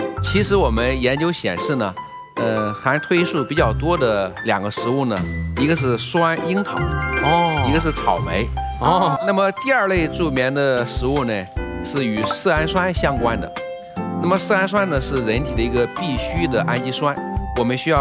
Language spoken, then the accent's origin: Chinese; China